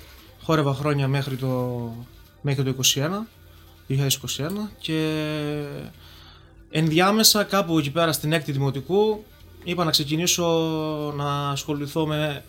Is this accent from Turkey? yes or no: no; Heraklion, Crete, Greece; Μεγαλωμένος από το Ηράκλειο, η καταγωγή μου είναι από τον Αχιντριά.